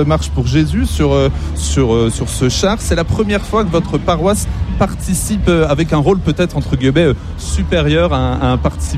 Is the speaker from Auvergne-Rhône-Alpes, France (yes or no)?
yes; Lyon, Auvergne-Rhône-Alpes, France; à Blandan, comme on dit ici quand on est lyonnais.